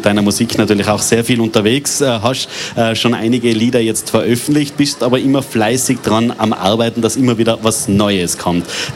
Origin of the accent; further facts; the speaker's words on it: Styria, Austria; Ich glaube natürlich schon was Besonderes, wenn man da als Steirer Bur bei einem der größten Trachtenfeste Österreichs auftreten darf